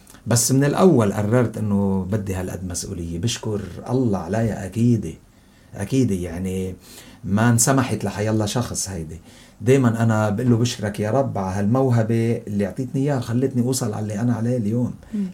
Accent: Lebanon; انا لبناني

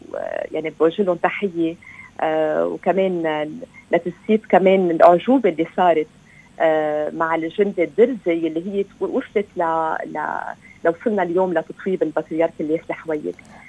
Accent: Lebanon; نحنا كلنا صرنا بحاجة لإله كلبنانيين

